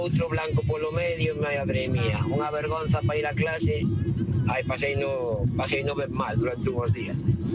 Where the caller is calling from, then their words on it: A Coruña, Galicia, Spain; Bon días, equipo … da Coruña.